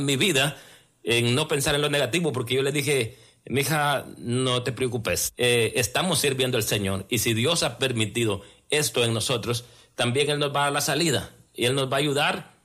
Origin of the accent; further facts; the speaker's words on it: Guatemala; Soy guatemalteco de origen.